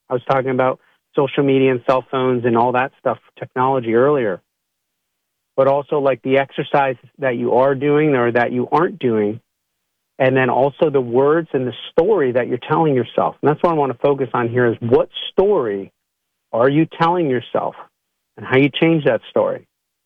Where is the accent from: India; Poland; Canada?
Canada; moved away as an adult; I'm originally from Canada.